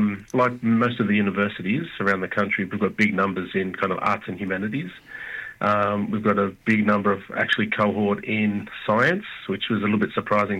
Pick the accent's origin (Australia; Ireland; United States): Australia; Wreck Bay, Jervis Bay Territory; also born or lived in Western Australia; now in Sydney, Australia; So I'm from Yuin, so Dunnage.